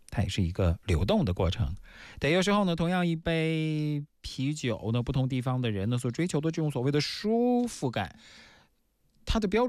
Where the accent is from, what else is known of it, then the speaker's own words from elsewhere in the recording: Shandong, China; moved away; 就如果大家去到像我的老家，对，山东半岛沿海地区的时候，对不对？